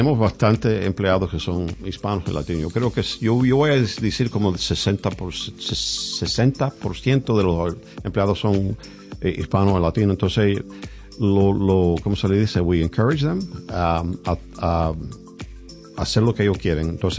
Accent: Cuba; now in United States; Yo creo que yo soy el único cubano.

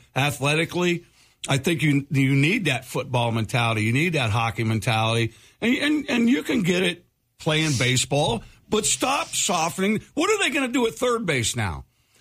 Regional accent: Pinellas Park, Florida, United States; also born or lived in Dunedin, Florida; I was born in Pinellas. Well, I live in Pinellas Park my whole life.

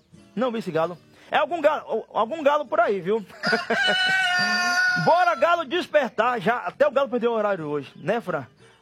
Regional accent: Belo Horizonte, Minas Gerais, Brazil; now in Atibaia, Brazil; Sou mineira de Belo Horizonte e moro em Atibaia.

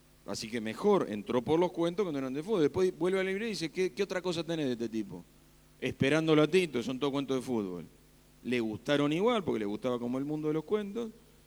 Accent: Castelar, Buenos Aires Province, Argentina; Y yo me crié en Castelar, no es tan distinto. Está bien, no teníamos campo alrededor, pero

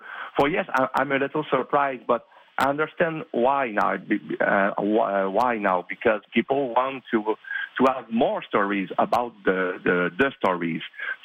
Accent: Drummondville, Quebec, Canada; Drummondville is my hometown. I was born in Drummondville. I grew up in Drummondville. And it's a quiet town.

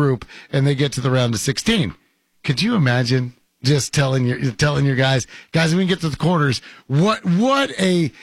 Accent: United States; I am half Mexican, and I can tell you, growing up on the South Side and raising my kids on the South Side for a little bit

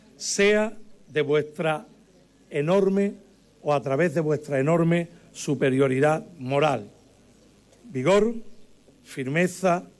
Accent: Ayamonte, Andalusia, Spain; los ayamontinos

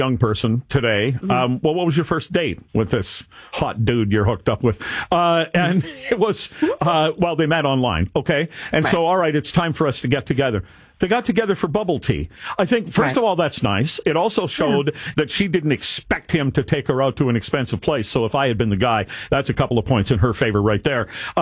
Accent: Canada; Well, maybe, but I'm a Canadian.

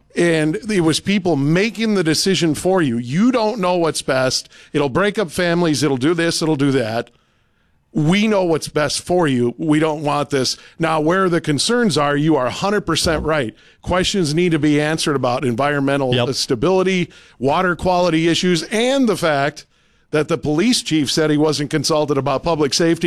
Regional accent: North Dakota, United States; I feel the same way in my home state of North Dakota.

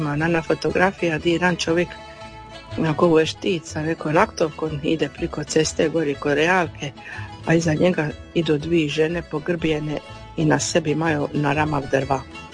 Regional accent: Dalmatia, Croatia; accent: Chakavian; nam se gubi ti naš dijalekt, ta čakavica

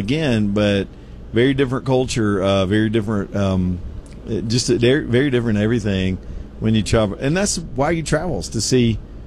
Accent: Alabama, United States; And we come from Alabama's a pretty poor state, but it's different out here.

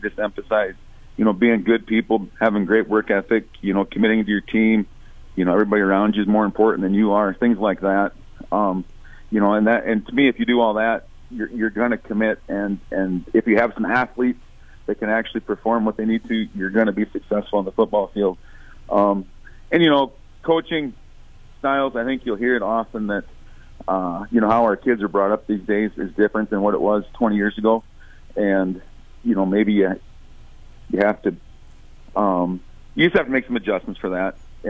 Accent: Garretson, South Dakota, United States; moved away as an adult; also born or lived in Pipestone, Minnesota; I'm originally from Garrettson.

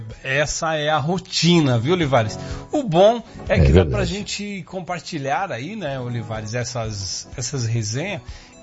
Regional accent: Curitiba, Paraná, Brazil; born there; moved away; also born or lived in São Paulo; Quando eu nasci em Curitiba, né? Mas em 93 eu vim morar para São Paulo, né? Já jovem, né? E aí quando voltei para morar em Curitiba, né?

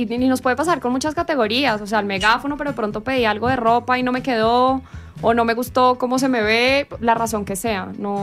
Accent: Colombia; Para mí, como colombiano, sí entiendo un poco

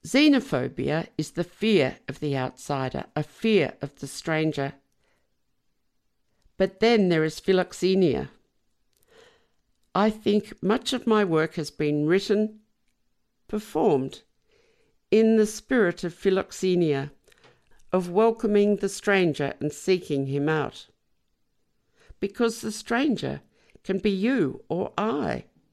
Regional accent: Carlton, Victoria, Australia; As a child, growing up in Carlton, I lived in two worlds. On the streets of Carlton, we were interacting with children from Greece, from Yugoslavia, from Italy, from working-class Australian families.

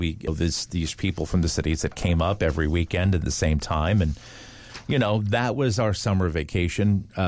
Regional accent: Brainerd, Minnesota, United States; we're from Brainerd.

